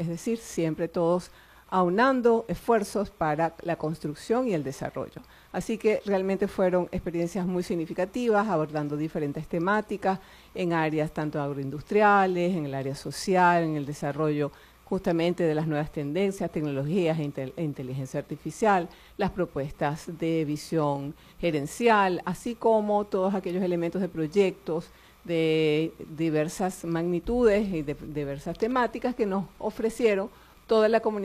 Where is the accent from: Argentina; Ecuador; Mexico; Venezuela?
Venezuela; nuestro espacio venezolano, nuestro país